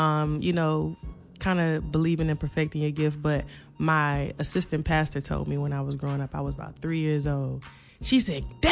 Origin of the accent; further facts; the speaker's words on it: Hopkins, South Carolina, United States; I am from Hopkins, South Carolina, a little small town.